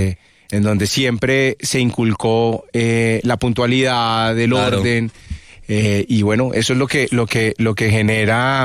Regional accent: Bogotá, Colombia; por el trabajo de mi padre tuve la fortuna de vivir en diferentes partes del país, sí. y del planeta, y eso hace que se le esconda a uno, pero soy bogotano 100%, Rolo. Nacido aquí en Bogotá.

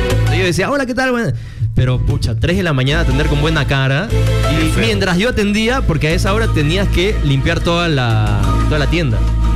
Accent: Peru; Así somos los peruanos

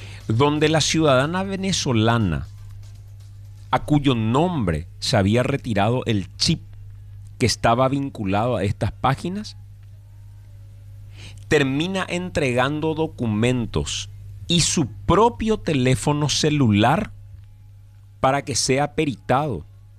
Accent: Paraguay

